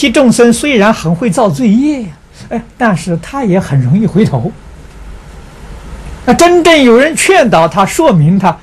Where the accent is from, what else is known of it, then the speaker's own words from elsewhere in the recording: China; 我们中国人